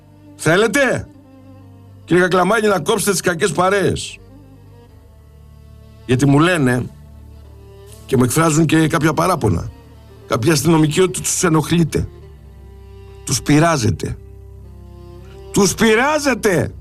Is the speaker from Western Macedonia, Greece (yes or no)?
no; Sparta, Peloponnese, Greece; Πήγε στην πατρίδα μου, ο παρασάνταλος. Τι πήγε να κάνει στη Σπάρτη, ρε. Τι πήγε να κάνει στη Σπάρτη, ρε, στη Λακωνία, στην πατρίδα μου, στην πρωτεύουσα της Λακεδαίμονος.